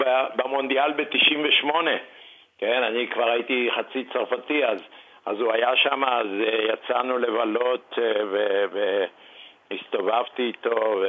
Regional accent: Netanya, Central District, Israel; born or raised there

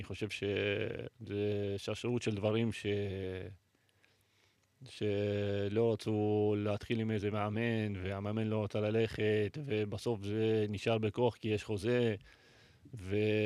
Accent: Nof HaGalil, Northern District, Israel; גם גדלתי ברחובות שם בנוף הגליל

